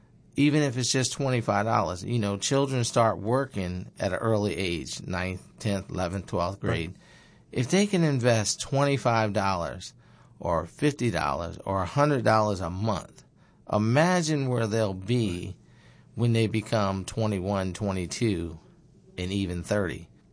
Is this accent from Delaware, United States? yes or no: yes; Lewes, Delaware, United States; born or raised there